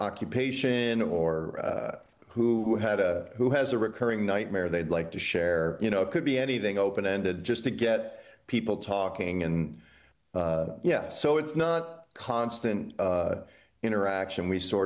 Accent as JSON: {"language": "English", "region": "Illinois", "country": "United States", "tie": "born or raised there", "said": "And I grew up in Illinois, and so I traversed Nebraska many times by car."}